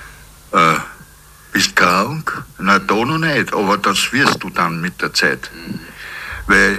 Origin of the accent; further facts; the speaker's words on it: Krems, Lower Austria, Austria; now in St. Pölten, Austria; Ich bin eigentlich ein Unterkringer, aber aufgewachsen in Krems und jetzt wohne ich in St. Pölten.